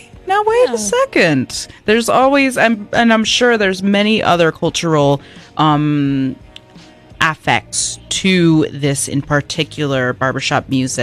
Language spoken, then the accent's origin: English; New England, United States; I'm from New England.